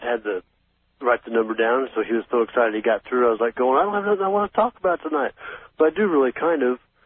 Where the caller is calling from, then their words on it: Indianapolis, Indiana, United States; Indianapolis, Indiana.